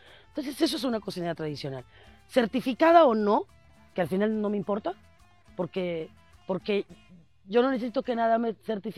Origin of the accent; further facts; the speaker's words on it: Mexico; a veces como mexicano nosotros no lo valoramos